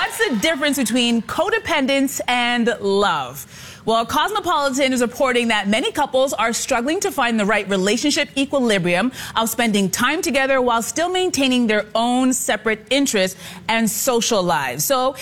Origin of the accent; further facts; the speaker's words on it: England, United Kingdom; Can you tell I'm right English?